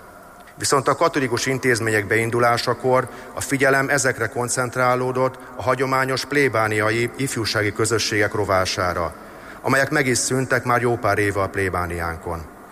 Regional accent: Tiszaörs, Jász-Nagykun-Szolnok, Hungary; Római katolikus, vallásos családban születtem és nőttem föl Tiszaörsön.

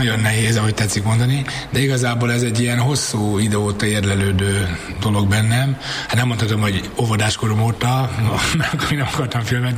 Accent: Makó, Csongrád-Csanád, Hungary; moved away as an adult; now in Budapest, Hungary; Amikor ide költöztem 1999-ben, édesanyám följött Makóról, mert én makói vagyok

